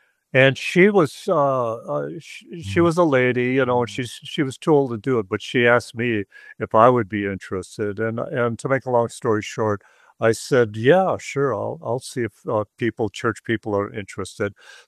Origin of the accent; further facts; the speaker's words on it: Texas, United States; We're from Texas, they're not dressed for it or nothing like that.